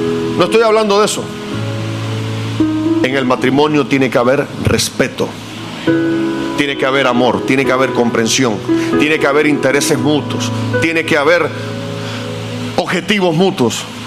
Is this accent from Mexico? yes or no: no; Cuba; moved away; En mi país somos muy cariñosos. El cubano le dice mi amor, mi vida a todo el mundo.